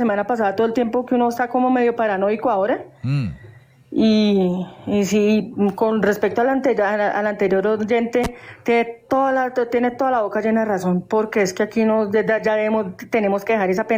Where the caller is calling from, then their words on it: Colombia; aquí somos colombianos.